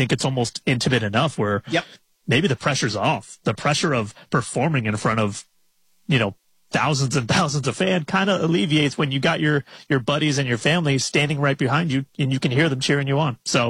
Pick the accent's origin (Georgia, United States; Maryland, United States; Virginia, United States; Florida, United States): Florida, United States; Like I grew up in Florida, so I'm used to humidity